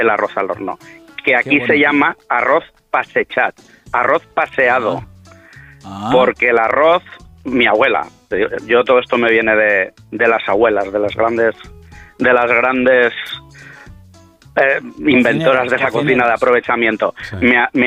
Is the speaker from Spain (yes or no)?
yes; Valencia, Valencian Community, Spain; A ver, David, Jorge, soy de Valencia.